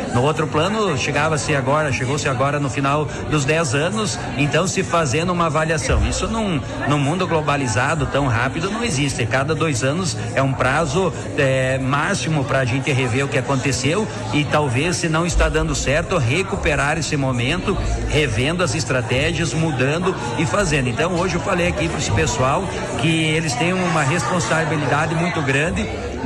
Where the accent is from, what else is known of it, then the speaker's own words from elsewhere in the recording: Brazil; Nós somos brasileiros, queremos o melhor para todos nós, e a educação é o alicerce de tudo.